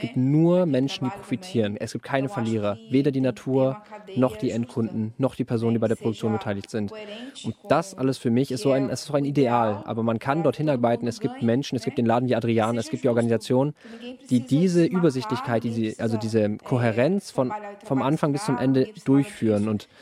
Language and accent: German; Brazil; Es ist mir eine große Ehre, eine große Möglichkeit, als Frau, als Brasilianerin zu zeigen, wie ich hier lebe und was ich tue.